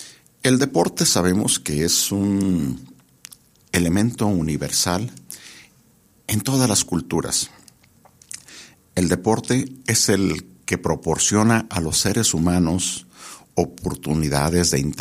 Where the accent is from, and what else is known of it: Mexico